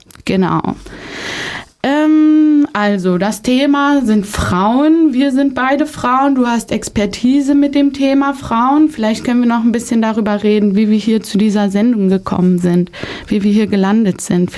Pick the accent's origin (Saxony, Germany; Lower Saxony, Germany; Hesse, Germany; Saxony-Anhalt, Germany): Hesse, Germany; Eschwege; ich komme aus Eschwege und ich sitze hier mit Helga.